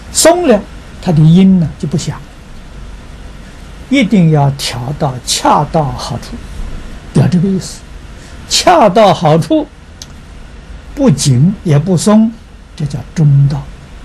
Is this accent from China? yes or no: yes; China; 我们中国人称这个天主啊叫玉皇大帝